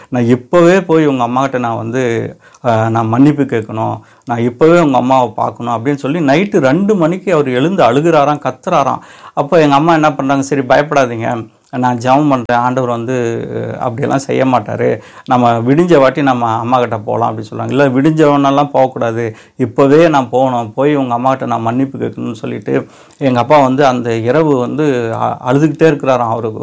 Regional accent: India; born there; நான் சத்தீஸ்கரில் நான் ஜார்கண்டில் நான் பிறந்தேன்.

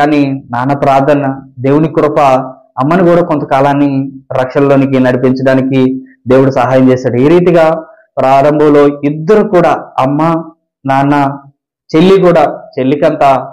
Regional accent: Andhra Pradesh, India; మాది విశాఖ జిల్లాలో ఒక చిన్న కుగ్రామం, చిన్న గ్రామం. మా గ్రామం పేరు కొంతలం గ్రామం. నేను, మా చెల్లి, అమ్మ, నాన్న, మా అమ్మమ్మ ఇంట్లో ఉండేవాళ్ళము.

